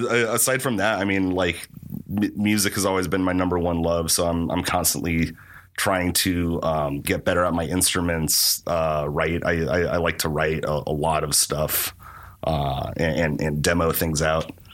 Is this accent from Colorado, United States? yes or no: yes; Colorado, United States; You know, growing up in Colorado, I always gravitated towards like summer activities, like hiking, camping, backpacking.